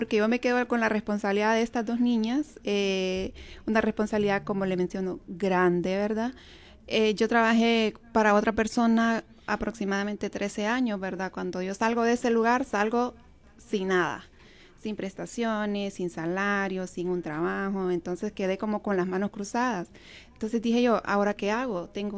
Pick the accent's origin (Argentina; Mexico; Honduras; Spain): Honduras; Tegucigalpa, Francisco Morazán; soy de Tegucigalpa, ¿verdad? Nazco aquí en Honduras, Tegucigalpa. Desde pequeña tuve muchas dificultades, ¿verdad? Crecí con una madre soltera, con 4 hijos.